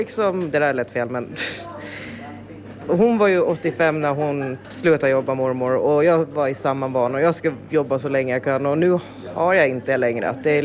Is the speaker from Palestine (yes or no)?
no; Åland Islands; also born or lived in Sweden; Jag var ju bara 11 månader när vi flyttade tillbaka till Åland från Sverige. Så jag har ju växt upp här i huset. Mamma växte ju upp med butiken överlag när mormor hade den i Östergöta. Och sen växte jag upp här. 36 år, jag är 37.